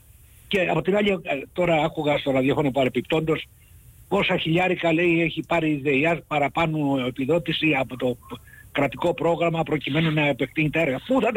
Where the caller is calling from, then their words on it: Greece; μια και είμαι από τον Αελιό